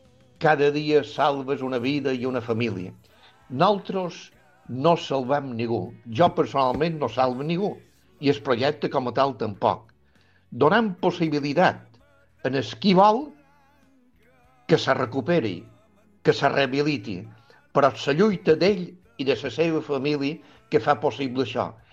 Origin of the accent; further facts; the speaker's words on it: Vilafranca de Bonany, Balearic Islands, Spain; anar de casa nostra, en què havia passat la infància i la joventut